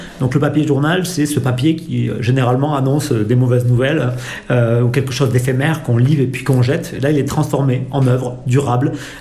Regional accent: Cahors, Occitanie, France; born there; now in Pamiers, France; Mais je suis né dans le Lot, à Cahors, et pas très très loin. j'ai travaillé longtemps à Paris, un peu aux États-Unis.

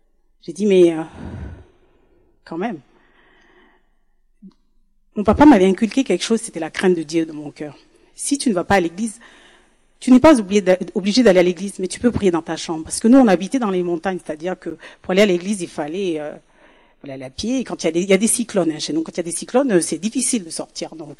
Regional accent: New Caledonia; moved away as an adult; Je viens de la Nouvelle-Calédonie, j'ai oublié de vous me présenter. Je n'ai pas grandi ici, donc je suis arrivée ici, j'avais 26 ans.

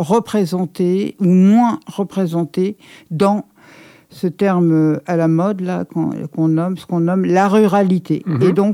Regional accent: Paris, Île-de-France, France; moved away; je suis parisienne

